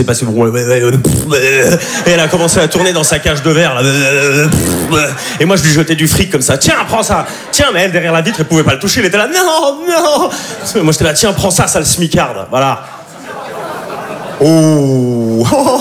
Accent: Switzerland; now in Paris, France; Comme il a dit, je suis suisse. Ça fait 2 ans que j'habite à Paris.

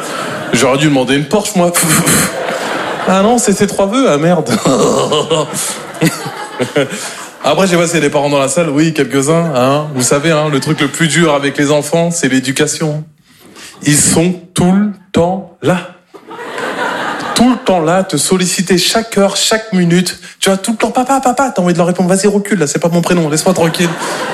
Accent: Normandy, France

